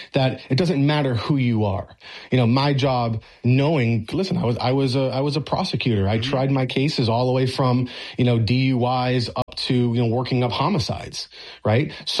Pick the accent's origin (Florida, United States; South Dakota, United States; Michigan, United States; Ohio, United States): Florida, United States; Miami; So I'm born and raised in Miami. I'm a Dolphins fan.